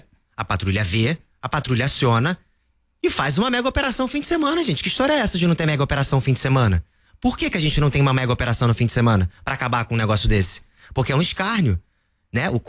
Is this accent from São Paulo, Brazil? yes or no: no; Rio de Janeiro, Brazil; Eu sou da Tijuca, né?